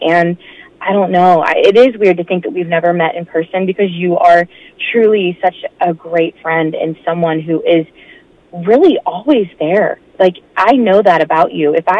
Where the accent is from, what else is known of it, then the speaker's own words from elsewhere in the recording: Pennsylvania, United States; Yes, I grew up south of Pittsburgh.